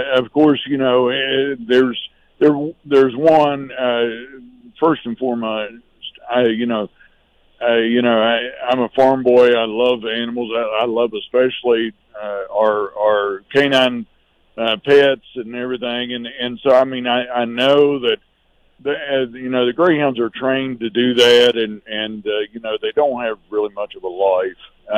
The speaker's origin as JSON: {"language": "English", "region": "West Virginia", "country": "United States", "tie": "born or raised there", "said": "I've been blessed. I grew up in Summers County. I had a good education in Hinton High School, you know, and went on and had great opportunities because I had a good foundation."}